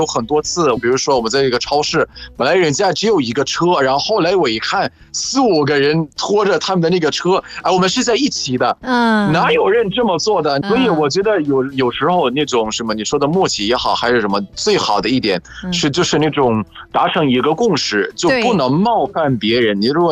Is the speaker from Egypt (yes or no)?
yes; Egypt; Chinese is a second language; 比如说你看排队这个，我们埃及人有自己的规矩